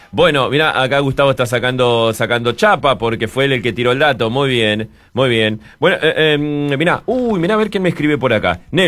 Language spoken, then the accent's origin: Spanish; Bella Unión, Artigas, Uruguay; born there; now in Punta del Este, Uruguay; El punto más lejano que tenemos acá de Punta del Este es mi pueblo, ¿no? Es Bella Unión.